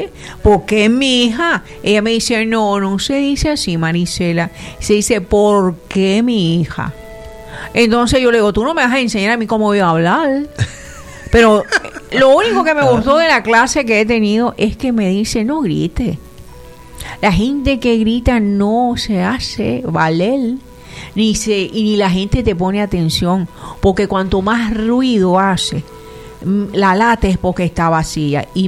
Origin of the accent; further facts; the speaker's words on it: Havana, Cuba; De la propia Habana. Tengo casa en Santiago de Cuba.